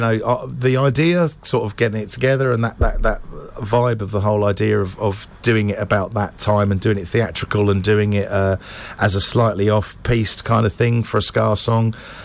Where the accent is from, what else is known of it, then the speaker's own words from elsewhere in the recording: London, United Kingdom; it was multicultural London. So there was Jamaican kids and Spanish kids. And so we're Irish Catholics.